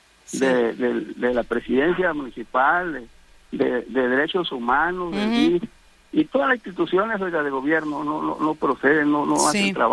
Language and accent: Spanish; Vícam, Sonora, Mexico; also born or lived in Sierra del Bacatete; Yo soy del lado de acá, de Vicán, Sonora, del pueblo Yaqui.